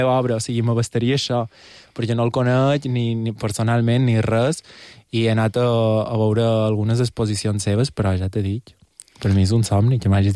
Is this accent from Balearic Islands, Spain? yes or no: yes; Porto Colom, Balearic Islands, Spain; Soc de Porto Colom i vaig molt a Saljà